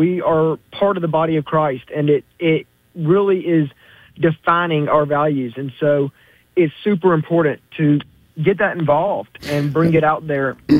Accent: Montgomery, Alabama, United States; So today I'm in Dothan, but I am from Montgomery. That's where I grew up

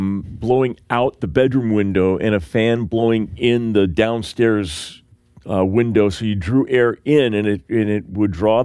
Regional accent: California, United States; We had no AC growing up in California on the coast.

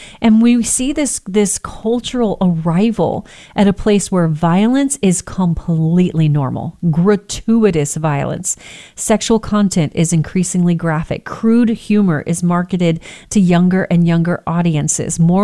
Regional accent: Texas, United States; I grew up in Texas. That was a thing.

